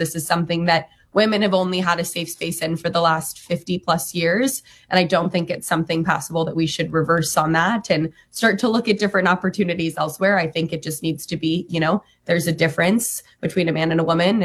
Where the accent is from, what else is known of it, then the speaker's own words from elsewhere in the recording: Nevada, United States; also born or lived in Utah; My home state of Nevada has a very similar protection as West Virginia